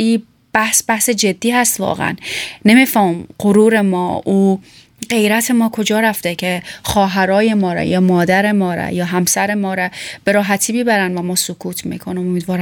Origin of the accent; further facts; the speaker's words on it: Iran; born there; وقتی که خب ما در ایران متولد شدیم بعد از او به افغانستان آمدیم